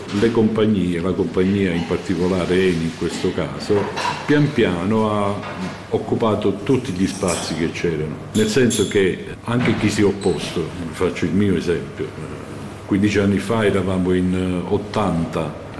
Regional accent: Marsico Nuovo, Basilicata, Italy; sono di Marsico Nuovo, un paese della Val d'Agri che è coinvolto dalle estrazioni petrolifere.

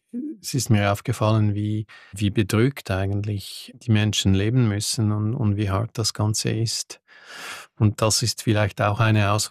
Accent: Switzerland; Ich bin am Genfersee aufgewachsen und dann das Meer zieht mich extrem an.

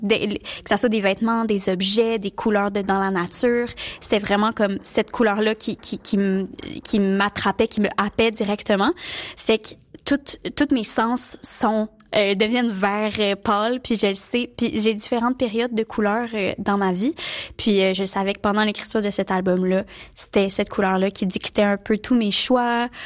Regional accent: Montreal, Quebec, Canada; je viens de Montréal.

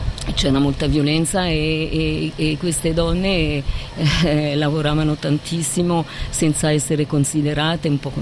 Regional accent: Ticino, Switzerland; now in Geneva, Switzerland; io sono nata in Ticino

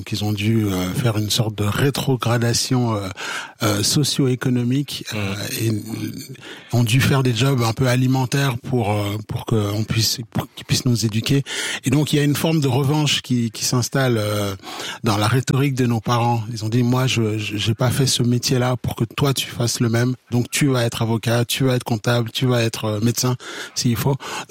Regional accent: Switzerland; mes parents sont arrivés en Suisse début des années 80 et moi je suis né en Suisse. Et donc j'ai fait tout mon cursus scolaire, professionnel en Suisse.

